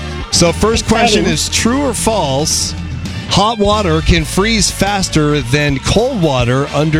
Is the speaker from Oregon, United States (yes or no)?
yes; Oregon, United States; now in Tennessee, United States; this Oregon boy